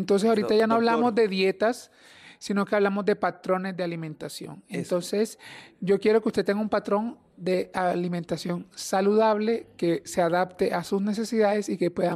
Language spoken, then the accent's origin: Spanish; Magangué, Bolívar, Colombia; moved away; also born or lived in Bucaramanga, Santander; Orgullosamente, no soy santanderiano, soy de la costa, soy de Magangué, Bolívar, pero soy un santanderiano adoptado, 5 años viví en Bucaramanga.